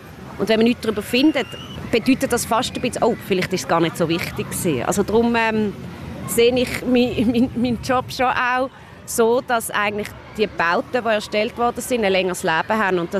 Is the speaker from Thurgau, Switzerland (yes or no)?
no; Basel, Basel-Stadt, Switzerland; Ich bin in Basel aufgewachsen, am Rhein.